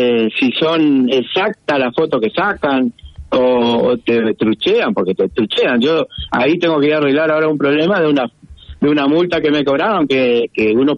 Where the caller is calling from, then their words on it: Reconquista, Santa Fe, Argentina; ahí yo ahora no estoy digamos en Reconquista, estoy más afuera.